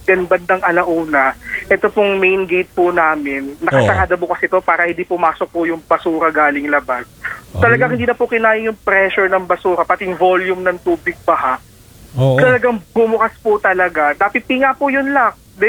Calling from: Caloocan, Metro Manila, Philippines; Taga Bagong Barrio, Caloocan po ako.

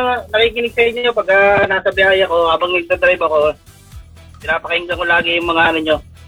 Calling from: Cabuyao, Calabarzon, Philippines; taga Kabuyao, Laguna.

